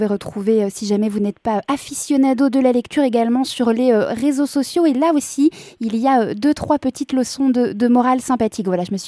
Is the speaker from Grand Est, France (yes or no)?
yes; Grand Est, France; born there; je suis née en Ardennes, mais je valide le couscous